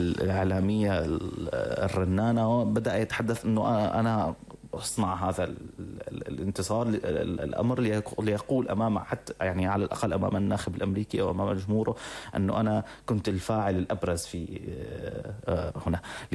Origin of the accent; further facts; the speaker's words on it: Syria; بالنسبة لنا كسوريين